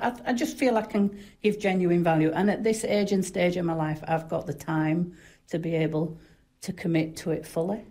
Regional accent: New Zealand; part of being a New Zealander as well

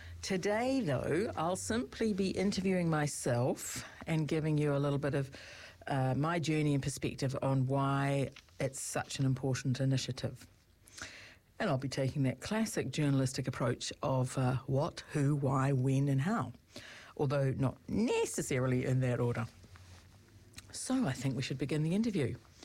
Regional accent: Rotorua, Bay of Plenty, New Zealand; also born or lived in Glasgow, Scotland; now in Hawke's Bay, New Zealand; I was born and bred in Aotearoa. I actually grew up in Rotorua, and I've lived all over the country and in lots of different places around the world. But I've only been here in Hawke's Bay just over 3 years.

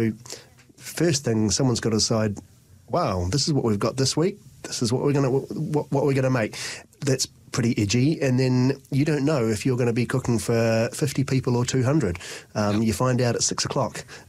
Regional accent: New Zealand; So I'm born and bred in Aotearoa

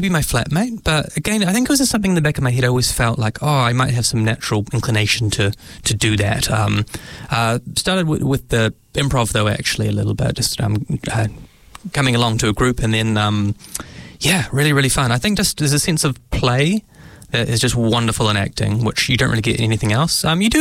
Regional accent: Dunedin, Otago, New Zealand; moved away as an adult; now in Auckland, New Zealand; I'm from Dunedin, so in Dunedin I went to George Street Normal School.

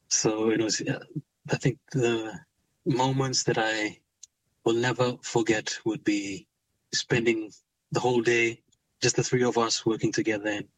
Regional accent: Viti Levu, Fiji; I spent much of my time growing up in Viti Levu, the other island near Suva.

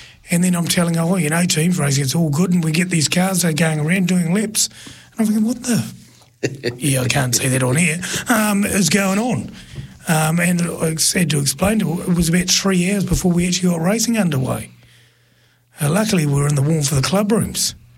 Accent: Palmerston North, Manawatū-Whanganui, New Zealand; I'm from Palmerston North.

